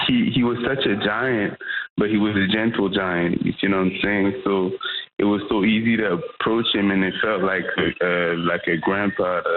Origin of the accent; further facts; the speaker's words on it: Montreal, Quebec, Canada; as a black musician growing up in Montreal